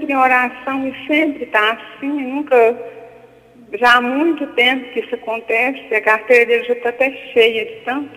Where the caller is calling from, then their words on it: Patos de Minas, Minas Gerais, Brazil; Eu falo de Patos de Minas.